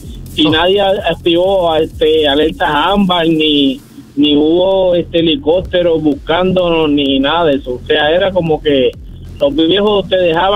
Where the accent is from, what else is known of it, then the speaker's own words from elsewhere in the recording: Guaynabo, Puerto Rico; Yo soy de Guaynabo antes de que fuera así. Entonces, a mucho orgullo, soy guaynabeño, no guay de los otros. Mira, yo vivía en el barrio Otro Nuevo y en la finca donde yo me crié había una quebrada.